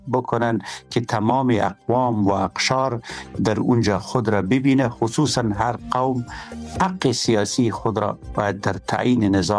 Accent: Afghanistan; ما از کشور هستین، افغان هستین

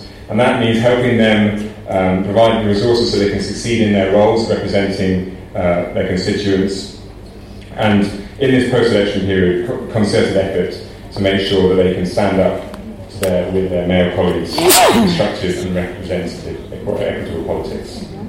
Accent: United Kingdom; now in Kenya; just reflecting as a British civil servant working for DFID and a British High Commission, it's very easy to stand here and make out that this is a Kenyan problem. It's not. In the UK, in my country

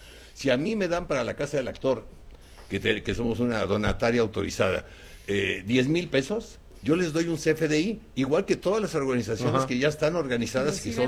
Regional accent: Mexico City, Mexico; born there; Yo nací en la Lagunilla, por eso lo menciono.

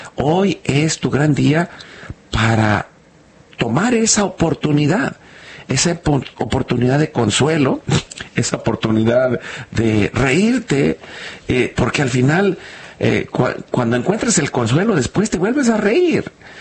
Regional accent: Mexico; somos mexicanos.

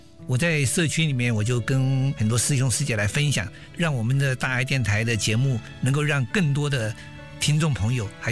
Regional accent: Burnaby, British Columbia, Canada; 我来自加拿大本来比区。

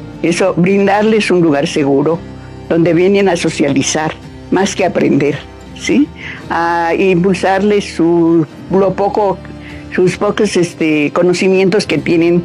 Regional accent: San Cristóbal de las Casas, Chiapas, Mexico; moved away as an adult; also born or lived in Mexico City; Vivíamos en la Ciudad de México. Cuando ya ella tenía 10 años, nos regresamos a San Cristóbal. Nosotros somos de aquí de Chiapas. Nos venimos a ubicar a San Cristóbal.

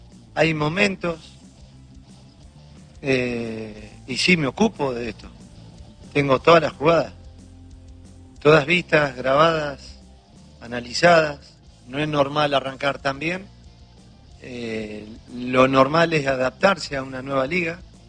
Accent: Argentina; yo lo puedo hablar como argentino también

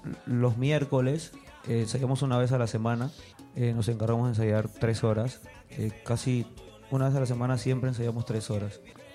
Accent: Peru; Yo sí soy bien peruano, como de todo.

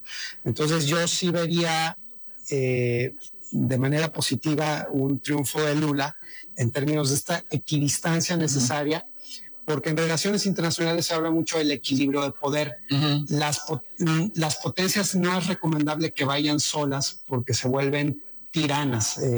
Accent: Mexico

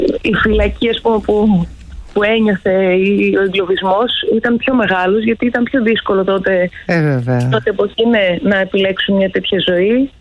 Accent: Thessaloniki, Central Macedonia, Greece; moved away as an adult; now in Athens, Greece; Εγώ όχι, μεγάλωσα, γεννήθηκα στη Θεσσαλονίκη.

